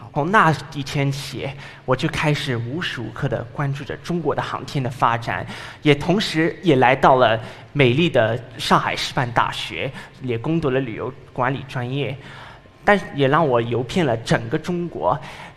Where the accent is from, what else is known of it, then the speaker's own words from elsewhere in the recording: Brussels, Brussels-Capital Region, Belgium; born there; Chinese is a second language; 2003年10月16号，我在比利时布鲁塞尔出生了。